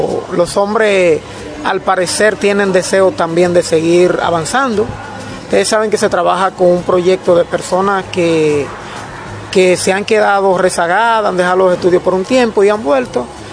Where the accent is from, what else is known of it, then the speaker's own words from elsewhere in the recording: San Francisco de Macorís, Duarte, Dominican Republic; de San Francisco de Macorís.